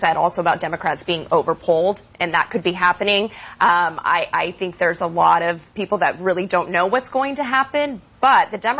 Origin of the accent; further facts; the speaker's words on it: Washington, United States; I remember, I'm from Washington State, remember the Summer of Love